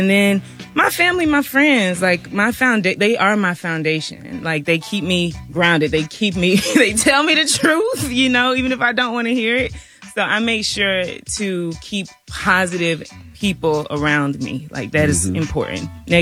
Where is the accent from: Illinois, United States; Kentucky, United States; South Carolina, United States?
South Carolina, United States; I'm from South Carolina, small town. Grew up in the church. Low to mid-class family.